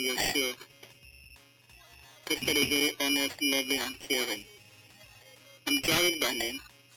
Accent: Imo, Nigeria; I'm calling from the back of. I'm from Imo State. I'm the training in Imo State.

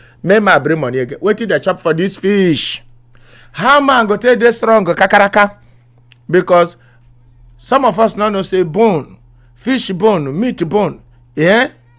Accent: Benue, Nigeria; Omo, I am from Benue. Our own is called Oko.

